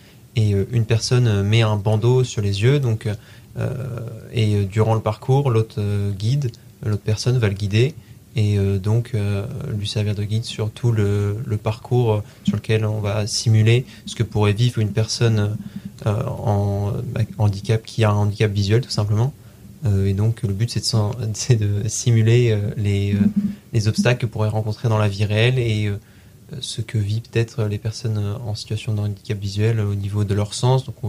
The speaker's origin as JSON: {"language": "French", "town": "Rennes", "region": "Brittany", "country": "France", "moved": "as an adult", "lives_now": "Tours, France", "said": "J'ai fait donc un bac technologique STMG à Rennes, là d'où je viens."}